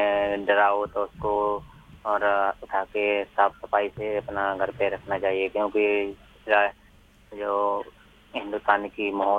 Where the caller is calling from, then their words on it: Farrukhabad, Uttar Pradesh, India; कानपुर से, उत्तर प्रदेश कानपुर के पास मेरा जिला पड़ता है फर्रुखाबाद, वहाँ से बात कर रहा हूँ।